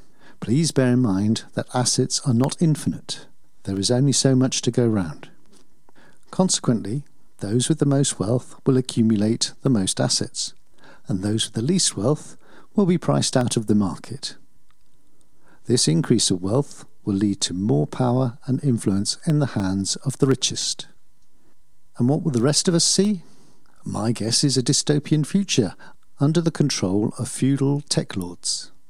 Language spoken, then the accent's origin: English; England, United Kingdom; now in Obertrum, Austria; I'm an Englishman living in Obertram